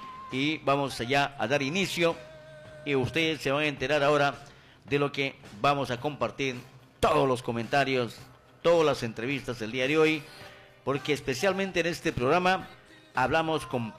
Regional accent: Peru; ha sido vendido sus principios como ciudadano, como peruano, como periodista?

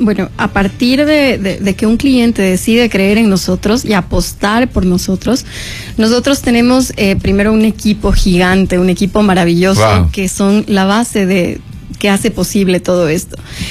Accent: Ecuador; primero como ecuatorianos

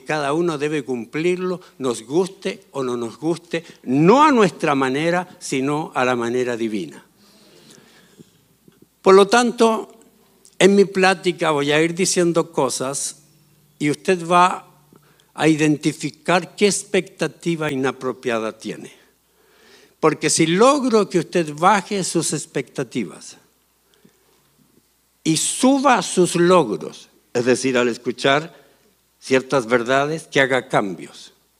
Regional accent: Chile; born there; Yo nací en Chile, pensaba que Dios era chileno. Nací en la iglesia pentecostal, pensaba que Dios era pentecostal

